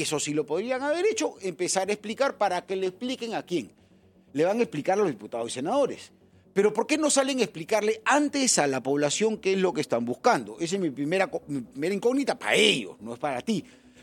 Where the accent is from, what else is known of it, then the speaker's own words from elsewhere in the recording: Peru; Nosotros somos peruanos, la vamos a aguantar y parar de pecho.